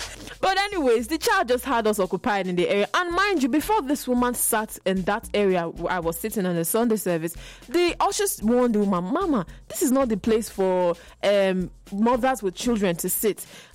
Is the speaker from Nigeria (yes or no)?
yes; Nigeria; as a Nigerian